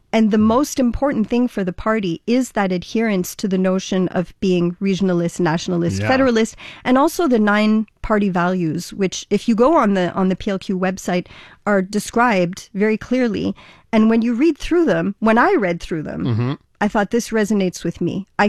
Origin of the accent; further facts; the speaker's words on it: Ontario, Canada; moved away as an adult; now in Quebec, Canada; I'm from Ontario, but I was educated and grew up in part in a village that was a Francophone village in Ontario.